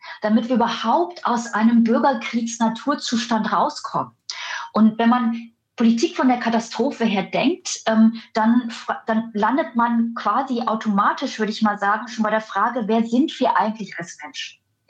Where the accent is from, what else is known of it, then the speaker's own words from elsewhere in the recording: Germany; ich bin auch in Deutschland aufgewachsen, quasi kurz nach dem Mauerfall.